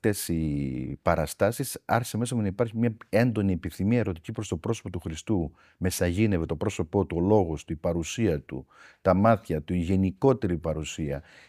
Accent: Heraklion, Crete, Greece; Βέβαια, ήμουν και ένα παιδί το οποίο μεγάλωσα στο Ηράκλειο.

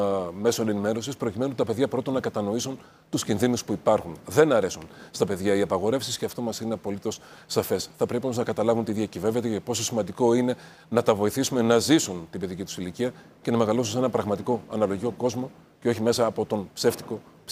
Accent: Trikala, Thessaly, Greece; Στην πατρίδα μου, εκεί πέρα που είναι το σπίτι μου, στα Τρίκαλα.

